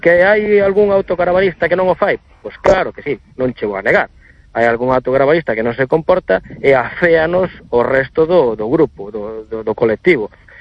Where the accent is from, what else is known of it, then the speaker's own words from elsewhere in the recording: Redondela, Galicia, Spain; Por eu son de Redondela, saímos hacia mellora hacia Porto Novo, Grove